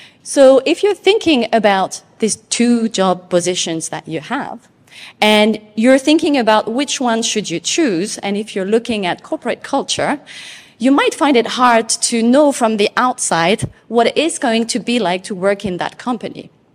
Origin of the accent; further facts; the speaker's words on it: French Polynesia; moved away; So I don't come from Paris, I come from Tahiti. And Tahiti is this island in the middle of nowhere in the Pacific Ocean.